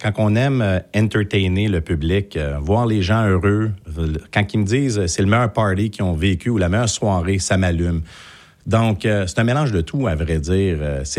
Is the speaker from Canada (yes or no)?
yes; Brossard, Quebec, Canada; J'ai grandi à Brossard. Je dis toujours, je vais mourir à Brossard. J'étais un vrai brossardois. J'adore la rive sud.